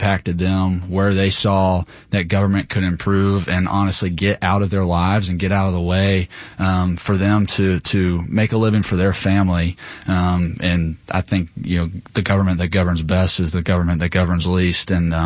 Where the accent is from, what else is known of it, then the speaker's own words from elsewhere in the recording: Milton, United States; So grew up right here in our state house district. So I grew up in Milton, went to Milton High School. My wife and I both did. We're high school sweethearts.